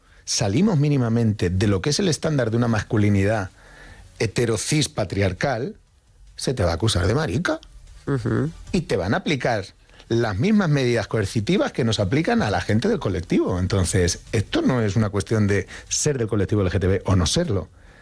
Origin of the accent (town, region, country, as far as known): Getafe, Community of Madrid, Spain; born or raised there